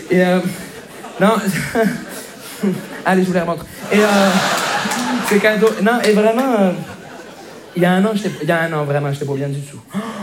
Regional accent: Montreal, Quebec, Canada; je viens de Montréal.

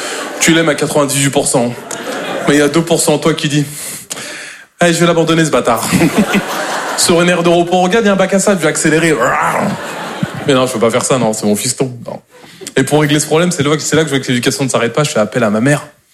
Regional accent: Normandy, France; Moi, je suis normand de base et j'aime pas trop le silence.

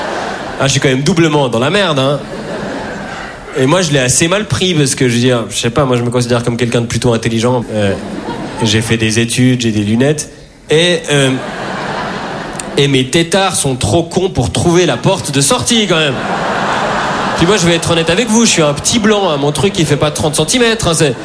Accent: Switzerland; je suis suisse

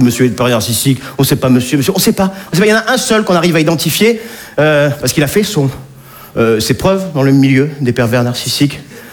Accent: Nice, Provence-Alpes-Côte d'Azur, France; moved away as an adult; now in Paris, France; je suis niçois

